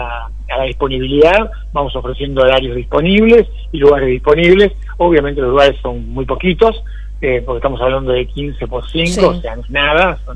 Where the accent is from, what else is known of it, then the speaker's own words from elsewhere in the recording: Buenos Aires, Argentina; accent: porteño; por más que mi tonada sea porteña